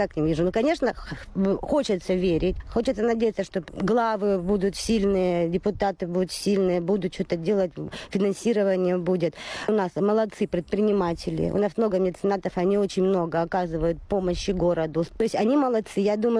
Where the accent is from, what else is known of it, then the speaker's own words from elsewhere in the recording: Ustyuzhna, Vologda Oblast, Russia; вообще думала, что когда последний звонок отзвенит, я мечтала, скорее бы этот последний звонок прозвенел, и я уеду из Устюжна, никогда не вернусь, и даже не буду на выходные приезжать.